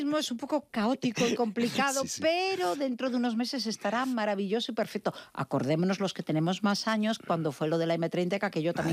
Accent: Vigo, Galicia, Spain; now in Madrid, Spain; Yo soy gallega. Soy gallega, pero mi madre es nacida aquí y mi hija es nacida aquí también.

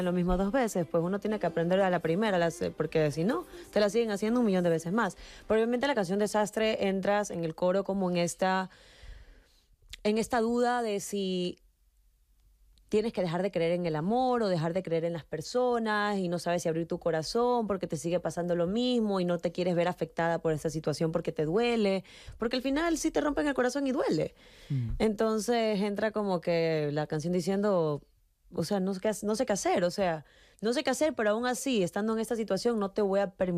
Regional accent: Ecuador; moved away as an adult; now in Madrid, Spain; Ecuador es un país maravilloso, pero siento que ya he hecho todo lo que tenía que hacer en mi país, artísticamente hablando

